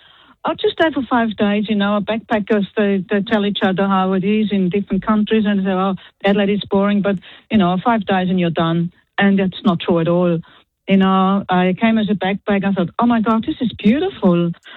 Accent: German-speaking Switzerland, Switzerland; English is a second language; I was born in Italian part of Switzerland, and when I was about 5 years of age, wow. We moved to the German part. So my mom and dad insisted that we will keep speaking that language.

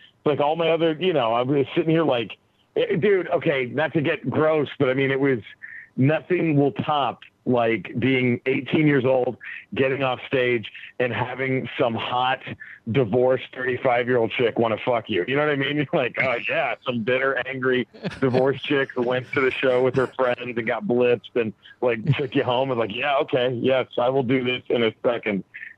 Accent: Dallas, Texas, United States; born or raised there; now in Los Angeles, United States

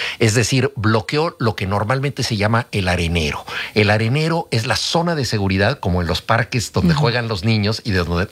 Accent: Mexico; lo digo como mexicano

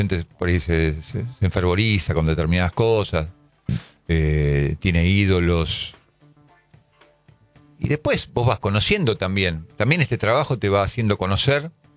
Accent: Buenos Aires, Argentina; De Villa Urquiza. Sí, toda la vida vivo en Villa Urquiza. Sí, claro, Villa Urquiza. Pero no vivo más en Villa Urquiza. Un montón de años que no vivo en Villa Urquiza.

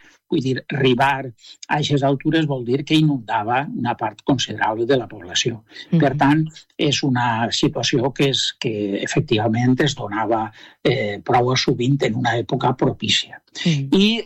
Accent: Beniopa, Valencian Community, Spain; Jo sóc de Beniopo, uh-huh, i en Beniopo li diguem a aquesta època, als barrancs que venen, li diguem el Sant Borjo

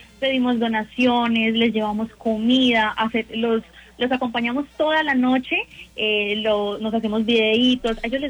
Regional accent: Bucaramanga, Santander, Colombia; nosotros como Bucaramanga, como santandereanos

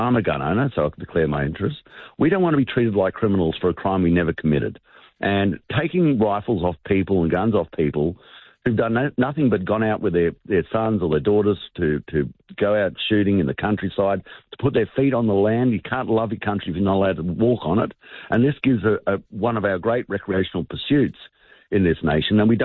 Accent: Australia; how I live as an Australian, a big part. There are so many people who this is part of their recreational pursuit. I live on the country.

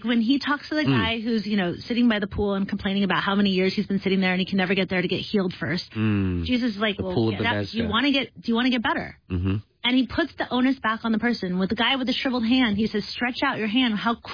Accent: United States

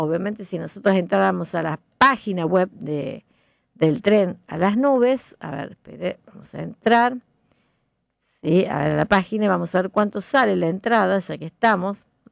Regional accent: Argentina; como somos residentes de Argentina

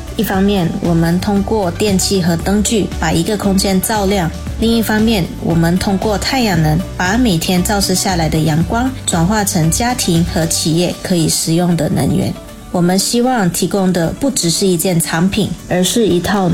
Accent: Raub, Pahang, Malaysia; 第一间店开在我的家乡拉瓦斯，也就是老越，那是一个不算大的城镇。

